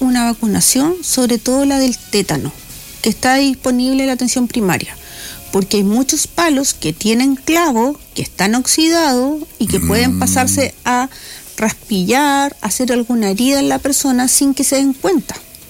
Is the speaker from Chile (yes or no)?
yes; Chile; que seamos solidarios como chilenos